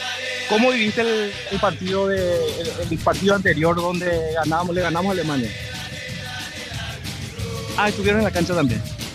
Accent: San Lorenzo, Central, Paraguay; Yo soy lorenzano ahí.

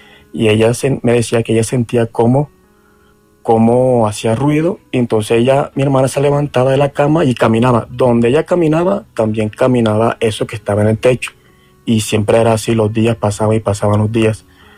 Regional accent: Chiriguaná, Cesar, Colombia; born there; now in Mosquera, Colombia; yo me tocó trasladarme de Mosquera a Chiriguaná, a mi pueblo.

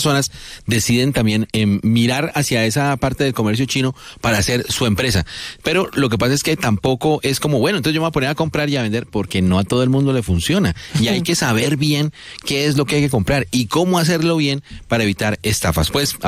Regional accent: Popayán, Cauca, Colombia; moved away; del pan de bono que se hace en mi tierra, allá sí. en Popayán.

